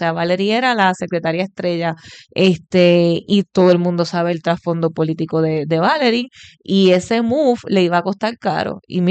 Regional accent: Puerto Rico; Este es el momento en donde nos dividimos los boricuas

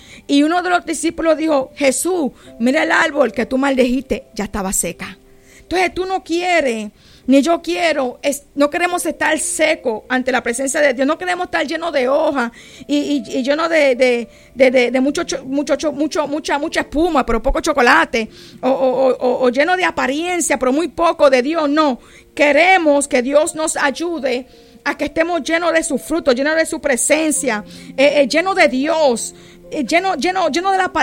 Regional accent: Grove Place, St. Croix, U.S. Virgin Islands; Grove Place no es el Grove Place de ahora. Cuando yo nací en Grove Place, eso era un monte, un pastizar, aleluya, un montón de frutos en la joya, lo que nosotros llamamos la joya

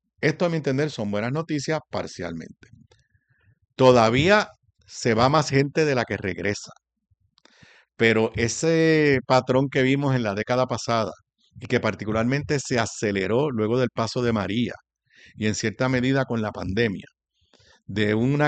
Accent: Puerto Rico; born there; yo nací en Puerto Rico y probablemente la gente de ICE no sabe ni dónde está Puerto Rico.

